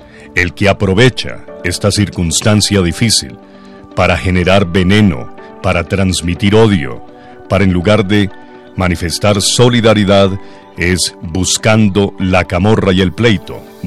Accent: Colombia

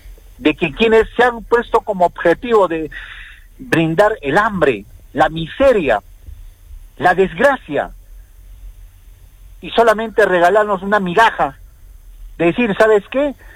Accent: Arequipa, Peru; ¿A eso estamos condenados como peruanos, como arequipeños?

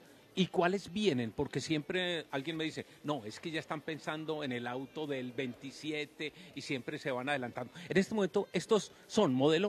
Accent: Antioquia, Colombia; nosotros somos paisas.

